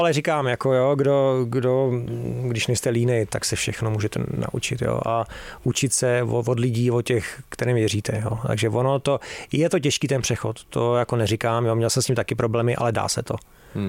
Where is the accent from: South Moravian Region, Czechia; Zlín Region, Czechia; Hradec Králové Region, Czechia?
Hradec Králové Region, Czechia; Hradec Králové; born or raised there; also born or lived in Havlíčkův Brod